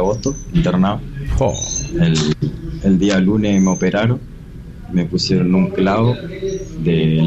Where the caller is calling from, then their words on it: Esperanza, Santa Fe, Argentina; yo soy de Esperanza